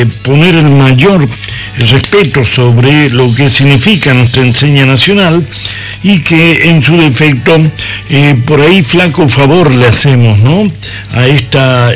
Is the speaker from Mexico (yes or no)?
no; Argentina